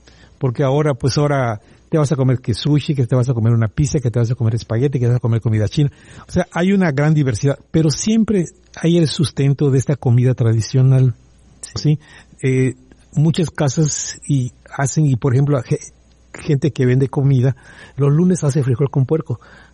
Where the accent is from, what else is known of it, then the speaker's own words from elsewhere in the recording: Mérida, Yucatán, Mexico; yo soy de Santa Ana